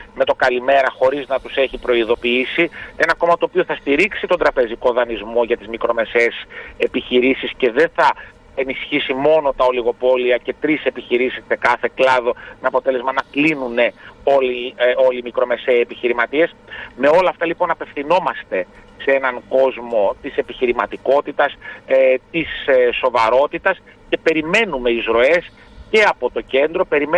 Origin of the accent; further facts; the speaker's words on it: Thessaloniki, Central Macedonia, Greece; Εγώ, όπως ίσως γνωρίζετε, είμαι Θεσσαλονικιός, έζησα όλη τη ζωή μου στην Θεσσαλονίκη και μάλιστα σε διάφορες περιοχές της Θεσσαλονίκης και ανατολικά και δυτικά.